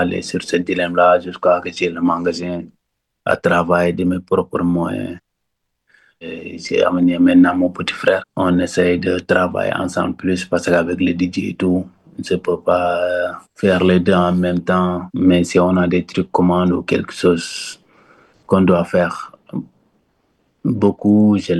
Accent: Senegal; now in Essaouira, Morocco; moi, mes origines, mes cousins chez moi au Sénégal

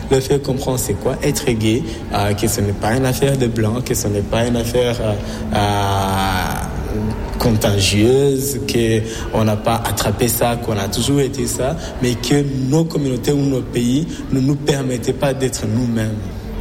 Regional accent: Rwanda; moved away as an adult; now in Montreal, Canada; Moi, je viens du Rwanda.

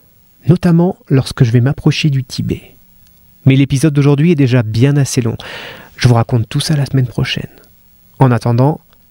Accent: France; En France, on est des cons là-dessus.

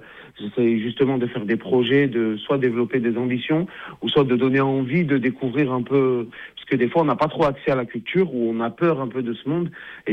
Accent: Grenoble, Auvergne-Rhône-Alpes, France; Quand on vient de Grenoble, je vais prendre toute la région, Grésivaudan, le Mélan, là-bas, Échirolles, Pont-de-Clé, tout.

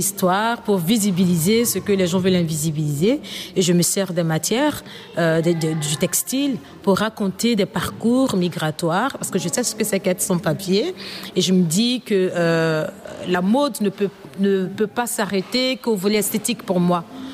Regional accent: Côte d’Ivoire; now in Belgium

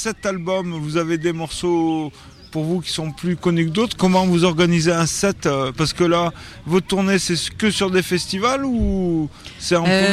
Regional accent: France; nous en tant que Français

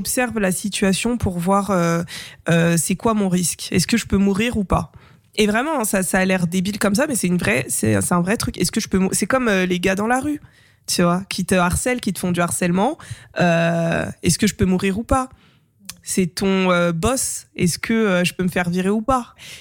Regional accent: Paris, Île-de-France, France; mais avant je disais bah je suis française. Tu vois, où je viens de Paris.

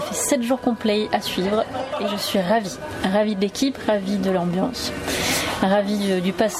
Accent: Lamastre, Auvergne-Rhône-Alpes, France; Non, je suis de la Mastre, enfin, à côté de la Mastre.

